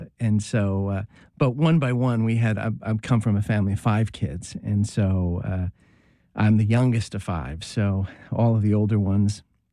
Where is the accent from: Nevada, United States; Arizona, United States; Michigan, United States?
Nevada, United States; Las Vegas; I get a lot of questions when I share my story about sort of growing up in Sin City.